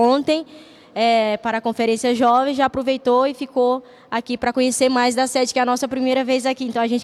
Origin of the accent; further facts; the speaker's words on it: Faxinal, Santa Catarina, Brazil; venho da cidade de Faxinal, Santa Catarina.